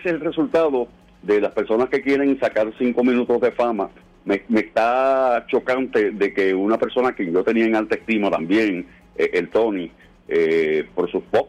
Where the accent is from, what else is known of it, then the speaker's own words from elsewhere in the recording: Fajardo, Puerto Rico; todos los que nacimos en Fajardo, nos criamos en Fajardo